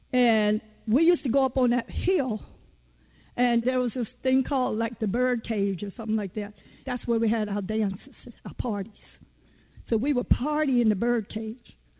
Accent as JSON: {"language": "English", "region": "Virginia", "country": "United States", "tie": "born there"}